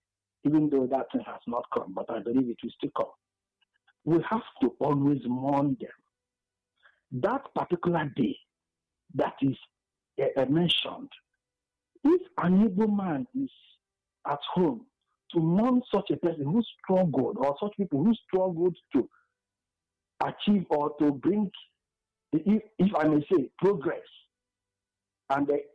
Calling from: Enugu, Enugu State, Nigeria; I'm calling from Enugu.

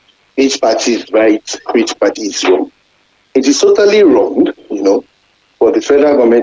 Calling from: Ibadan, Oyo, Nigeria; I'm calling from Ibadan.

